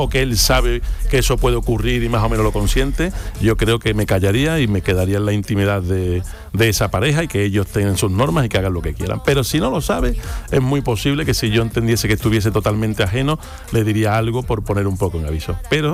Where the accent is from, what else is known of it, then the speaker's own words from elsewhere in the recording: Utrera, Andalusia, Spain; Yo soy de Utrera